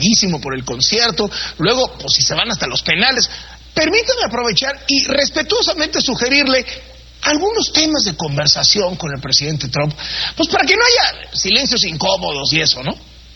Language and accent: Spanish; Mexico